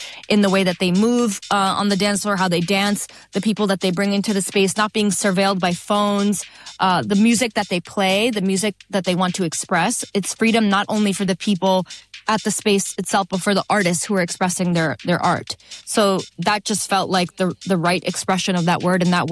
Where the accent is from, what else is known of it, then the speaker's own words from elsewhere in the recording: Lahore, Punjab, Pakistan; moved away; the neighborhood I grew up in Lahore, Pakistan.